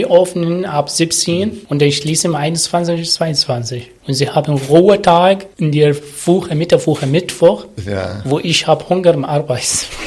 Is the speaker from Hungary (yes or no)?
no; Abu Dhabi, United Arab Emirates; German is a second language; now in Germany; Mitternacht kann ich gehen zum Shopping, weil das ist meine Heimat in Abu Dhabi, über alle.